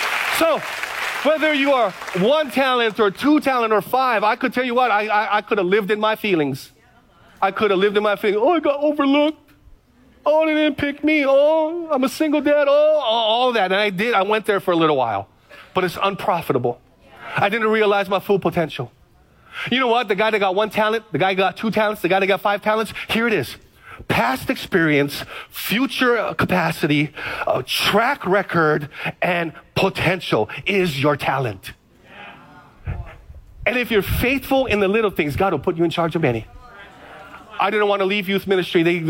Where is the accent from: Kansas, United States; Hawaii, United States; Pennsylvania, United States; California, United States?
Hawaii, United States; now in Kaneohe, United States; I like rain. I'm from the Big Island, FBI. Kaneohe. I'm in Kaneohe. I get plenty of rain.